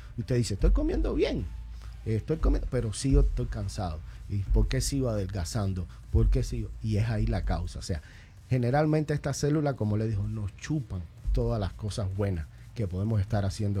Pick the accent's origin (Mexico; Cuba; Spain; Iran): Cuba; En Cuba, de donde soy, tenemos un eslogan muy de eso que siempre lo decimos.